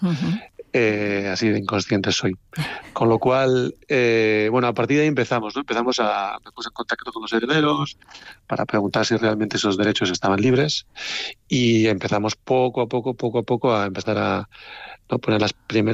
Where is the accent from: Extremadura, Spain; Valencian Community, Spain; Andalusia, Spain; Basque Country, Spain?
Basque Country, Spain; Leioa; siendo como soy de Leioa, de un pueblo vizcaíno que está muy cerca de la costa